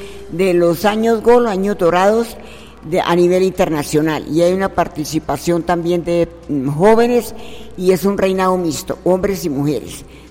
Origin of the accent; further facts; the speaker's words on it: Zapatoca, Santander, Colombia; yo quiero mucho mi tierra y mis ancestros y todo de Zapatoca